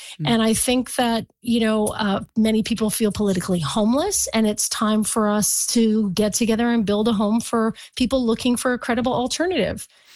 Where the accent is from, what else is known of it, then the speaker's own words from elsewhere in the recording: British Columbia, Canada; with who we are as British Columbians and where we actually want this province to go.